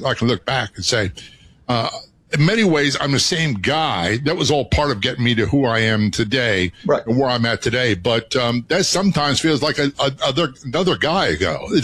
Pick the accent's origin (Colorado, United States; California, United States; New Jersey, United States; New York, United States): New Jersey, United States; Passaic; born there; I was born in New Jersey, in North Central Jersey, Passaic, New Jersey.